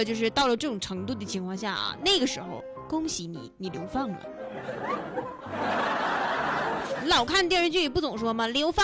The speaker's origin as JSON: {"language": "Chinese", "region": "Northeast China", "country": "China", "said": "你这南方的朋友可以多多来到我们东北这边"}